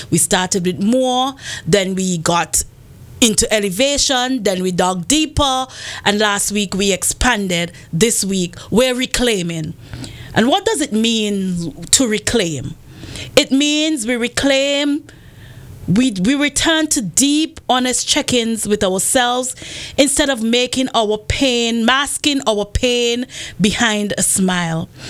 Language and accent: English; Montserrat; moved away; Montserrat, my hometown, the Emerald Isle of the Caribbean